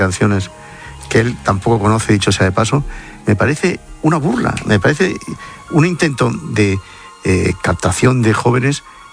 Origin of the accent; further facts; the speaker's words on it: Spain; abrumado como español